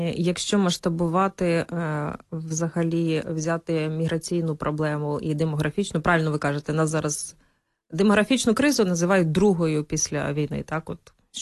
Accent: Sumy Oblast, Ukraine; я теж з Сумщини

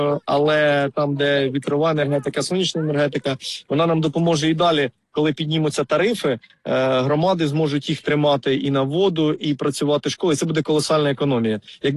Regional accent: Poltava Oblast, Ukraine; в нас Полтавщина видобуток газу

